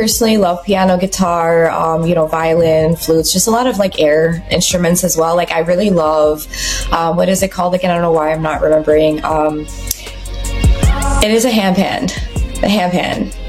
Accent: New York City, New York, United States; I'm a New Yorker

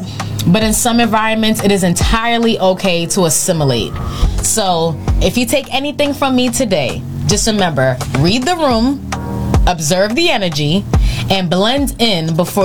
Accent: New York City, New York, United States; when I travel certain places as a New Yorker

